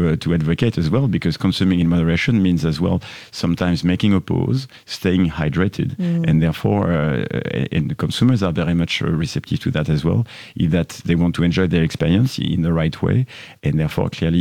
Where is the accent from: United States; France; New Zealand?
France; accent: French; English is a second language; as you gathered from my accent already, I'm French, so I have a particular touch for champagne.